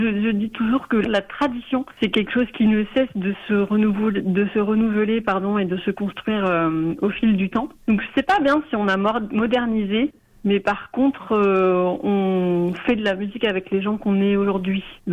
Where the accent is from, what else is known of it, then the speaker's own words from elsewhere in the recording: Nouvelle-Aquitaine, France; now in Bagnères-de-Bigorre, France; Moi, j'ai grandi au Pays Basque, j'ai passé toute mon enfance, adolescence, tout ça